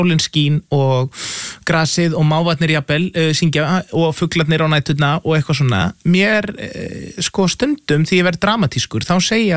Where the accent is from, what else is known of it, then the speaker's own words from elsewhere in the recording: Seltjarnarnes, Capital Region, Iceland; now in Reykjavík, Iceland; En ég var alinn upp á Seltjarnarnesi og ég hef einnig búið í Hlíðunum